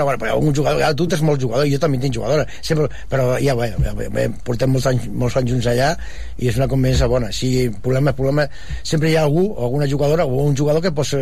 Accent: Terrassa, Catalonia, Spain; Aunque soc fill de Terrassa, però ja estic més

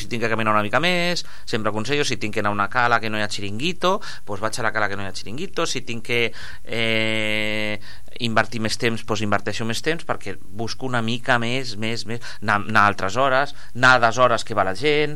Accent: El Prat de Llobregat, Catalonia, Spain; al Prat tenim

